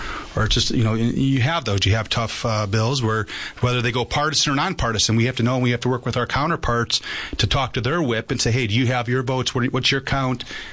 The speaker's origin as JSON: {"language": "English", "town": "Chicago", "region": "Illinois", "country": "United States", "tie": "born or raised there", "said": "Well, I was born in Chicago, Park Ridge, to be the, at least the hospital. Anyways, but I lived most of my life in Chicago."}